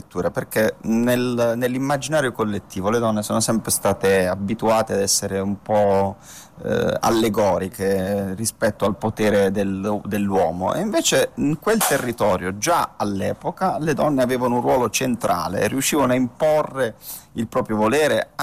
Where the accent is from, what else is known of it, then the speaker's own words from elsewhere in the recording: Castellana Grotte, Apulia, Italy; io sono di quel territorio. Il mio paesello Castellana era un territorio della contea di Conversano